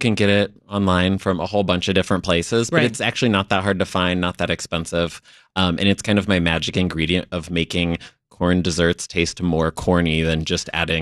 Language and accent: English; Indiana, United States; now in Chicago, United States; I'm from Indiana originally, but I've lived here for a long time.